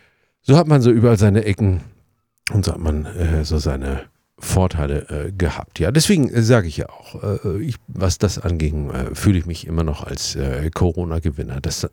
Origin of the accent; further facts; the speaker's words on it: Mecklenburg-Vorpommern, Germany; weil wir gesagt haben, wir kommen aus Mecklenburg